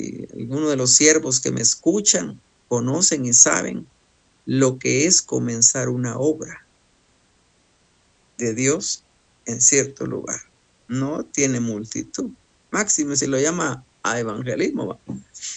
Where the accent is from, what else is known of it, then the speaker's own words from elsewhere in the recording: Guatemala; de aquí de Guatemala, pues que yo soy guatemalteca.